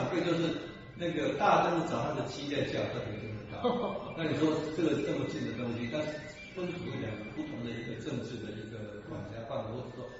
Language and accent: Chinese; Kinmen County, Taiwan; 我们金门这边从以前站在前面的时候，我们是不能到海边的。但我们可以几年之后，我们可以到海边。